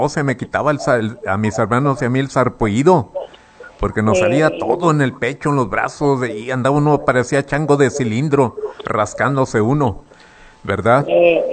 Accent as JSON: {"language": "Spanish", "town": "Santiago Ixcuintla", "region": "Nayarit", "country": "Mexico", "tie": "born or raised there", "moved": "yes", "lives_now": "Tepic, Mexico", "said": "yo soy de Santiago, de ahí. Aquí soy avecindado nada más, pero yo mi ombligo lo tengo en Santiago."}